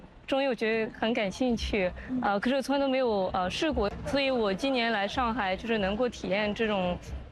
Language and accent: Chinese; France; 其实我是在法国长大的，我妈妈是中国人